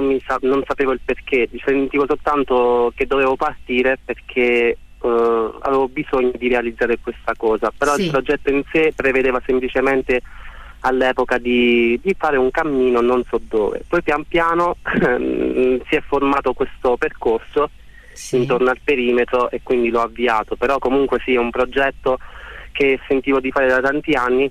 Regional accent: Apulia, Italy; now in San Nicandro Garganico, Italy; Sono originario della Puglia e vivo a San Nicandro Garganico in provincia di Foggia.

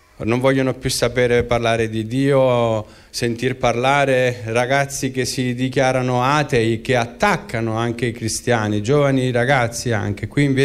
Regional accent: Naples, Campania, Italy; now in Reggio Emilia, Italy; Io non sono di Monte San Giacomo, sono napoletano, anche se vivo a Reggio Emilia.

